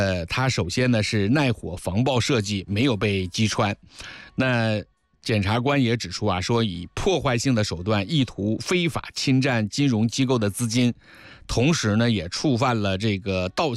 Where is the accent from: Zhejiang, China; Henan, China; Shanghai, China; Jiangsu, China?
Zhejiang, China; 对于我们浙江人